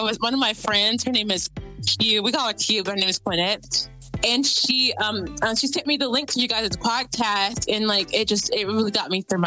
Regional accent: North Carolina, United States; my hometown, which was in the capital of the state of North Carolina, Raleigh.

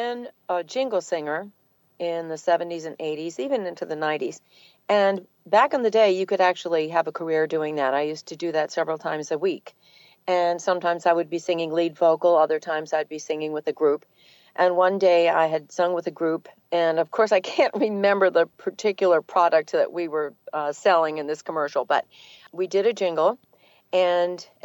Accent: New England, United States; accent: New England; now in Atlanta, United States; So it was very fortunate that I lost my New England accent.

